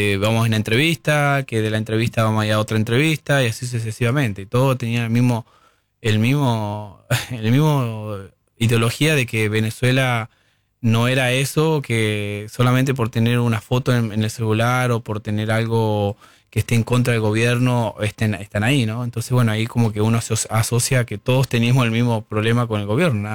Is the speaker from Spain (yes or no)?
no; Argentina